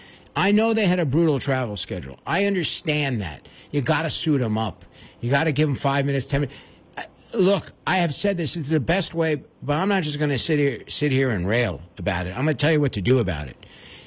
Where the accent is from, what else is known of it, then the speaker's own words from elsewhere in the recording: New York City, New York, United States; I grew up in Queens